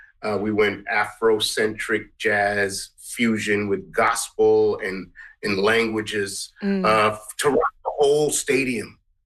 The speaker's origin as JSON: {"language": "English", "country": "Guyana", "lives_now": "Canada", "said": "I'm from Guyana, and … I'm mixed. So it's part of me as well, the South Asian, as we call it, culture."}